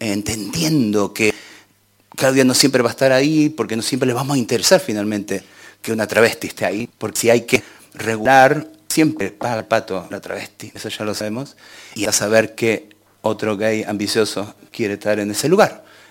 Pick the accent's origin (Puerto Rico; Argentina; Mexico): Argentina; Salgo de mi país, entro en mi país